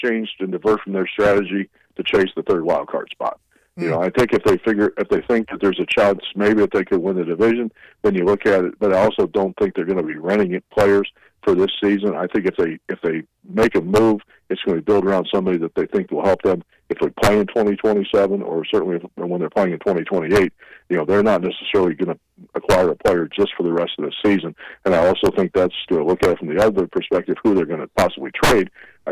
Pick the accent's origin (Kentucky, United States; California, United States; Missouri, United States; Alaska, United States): Missouri, United States; Springfield; moved away as an adult; also born or lived in Omaha, Nebraska; now in St. Louis, United States; I was born in Omaha, Nebraska. I grew up in Springfield, Missouri, very much of a Cardinal fan.